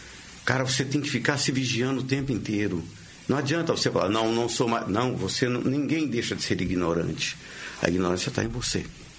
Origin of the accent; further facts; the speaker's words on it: Santa Helena de Goiás, Goiás, Brazil; Eu posso dizer para você, eu sou lá de Santa Helena de Goiás, né? E da cidade era tão pequena que você sabia